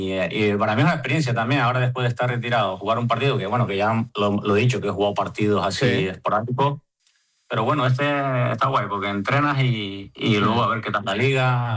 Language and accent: Spanish; Arguineguín, Canary Islands, Spain; now in Madrid, Spain; Ahora sí que estuve en verano en mi pueblo, en Arineguí, entrené con el equipo, que está Juan Carlos Valerón ahí de entrenador.